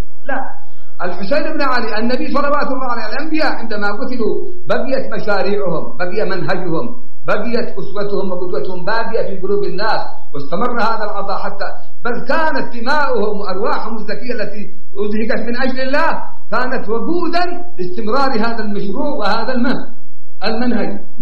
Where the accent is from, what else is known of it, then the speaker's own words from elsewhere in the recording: Yemen; لو أن شعوب الأمة العربية والإسلامية على هذا النحو كما هو عندنا في اليمن، فعاليات مستمرة